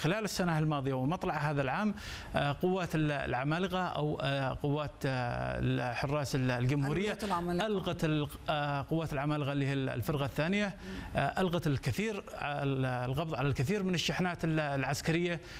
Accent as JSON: {"language": "Arabic", "country": "Yemen", "said": "نحن اليوم كيمنيين"}